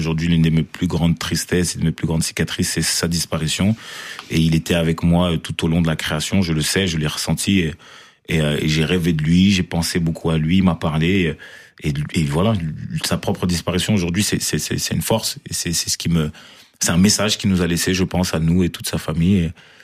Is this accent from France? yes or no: yes; Marseille, Provence-Alpes-Côte d'Azur, France; Moi, je suis né quand même en 1996, je suis né à Marseille.